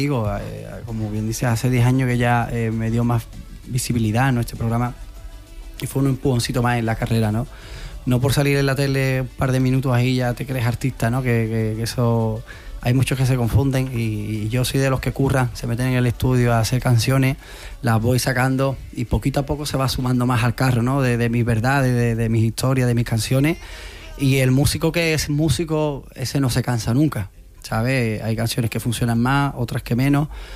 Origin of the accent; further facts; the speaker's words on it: Mairena, Andalusia, Spain; gente de mi pueblo, músicos de Mairena también